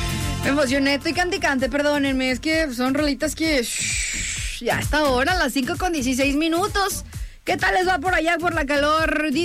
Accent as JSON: {"language": "Spanish", "region": "Jalisco", "country": "Mexico", "moved": "yes", "said": "yo soy de Jalisco."}